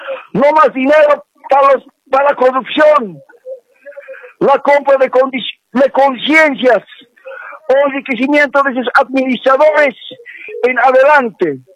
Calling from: El Alto, La Paz, Bolivia; aquí de la ciudad del Alto.

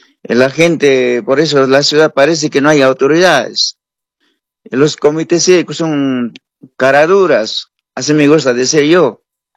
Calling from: Cochabamba, Bolivia; muchos saludos desde la ciudad de Cochabamba

